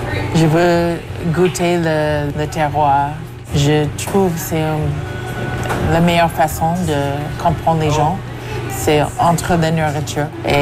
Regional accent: Vancouver, British Columbia, Canada; also born or lived in Bella Coola; je suis le propriétaire de Salmon & Bannock et je viens de la New Hulk Nation de Bella Coola. Mais j'ai grandi ici, à Vancouver.

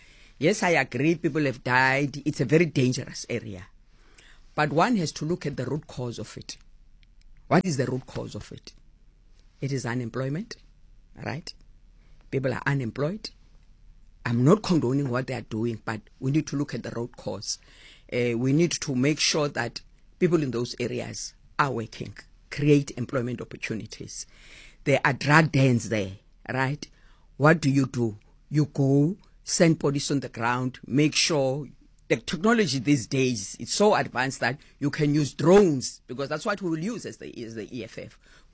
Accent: Cape Town, Western Cape, South Africa; born there; moved away as an adult; now in Durbanville, South Africa; I moved from Langa. I stayed in Durbanville, right? But my house is still there, right? My house is still there. And every week I go to my house. Weekends, we spend weekends in Langa with them, because that's where we're born.

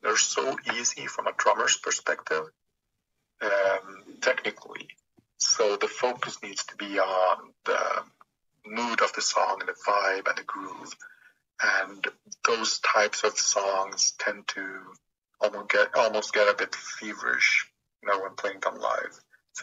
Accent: Sweden; When we grew up in Sweden, we had because of the political climate that we had all of these youth centers that had rehearsal places that were fully kitted out

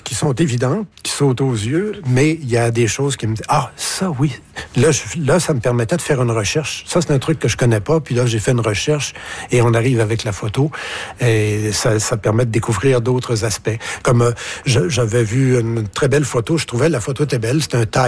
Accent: Rivière-du-Loup, Quebec, Canada; Et il savait que je suis natif de Rivière-du-Loup.

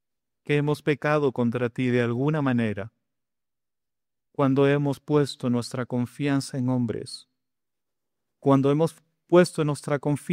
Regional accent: Peru

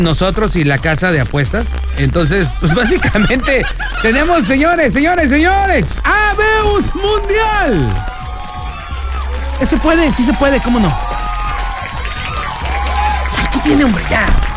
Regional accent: Mexico; No, es que ahí todos somos mexicanos.

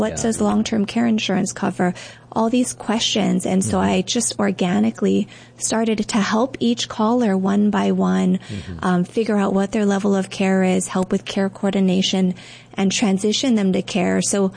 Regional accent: Kaneohe, Hawaii, United States; I am proud to say that I'm from Kaneohe, Windward Side

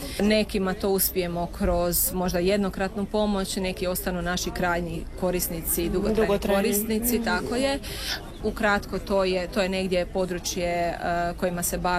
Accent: Slavonia, Croatia; moved away; Iz Slavonije sam, moja obitelj je prošla rat, izbjeglištvo

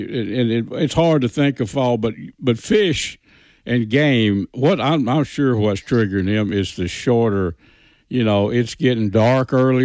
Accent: Red River County, Texas, United States; when I was growing up in Red River County

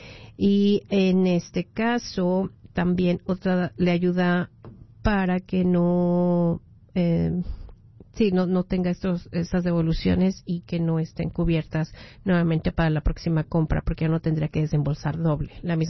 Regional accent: Mexico; yo soy mexicana y hoy juega mi México

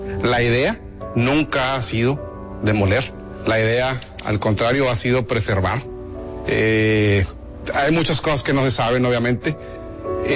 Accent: Piedras Negras, Coahuila, Mexico; Nosotros somos de Piedras Negras, no nos vamos a ir.

